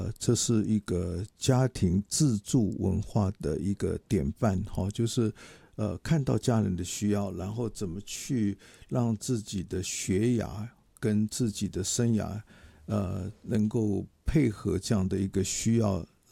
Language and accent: Chinese; Taiwan; 我这个从小在台湾出生长大的小孩啊，今年活到74了，